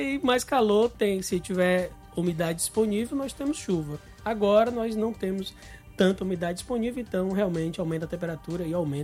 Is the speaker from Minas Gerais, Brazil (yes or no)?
no; Ceará, Brazil; Como nós cearenses falamos